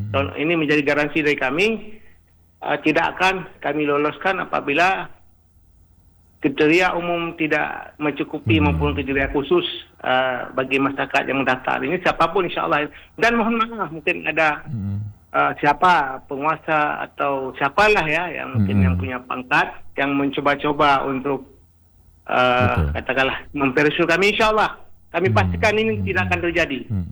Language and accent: Indonesian; Banda Aceh, Aceh, Indonesia; tahun yang lalu, itu kampung saya misalnya.